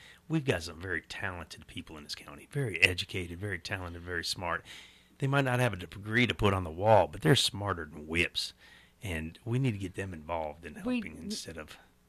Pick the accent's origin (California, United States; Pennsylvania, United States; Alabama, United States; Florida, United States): Alabama, United States; Birmingham; moved away; I was raised in Birmingham.